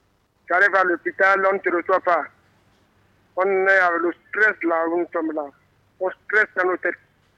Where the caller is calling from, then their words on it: Gabon; Moi aussi, je suis un Gabonais, mais ça me fait mal. J'ai peur de mon pays.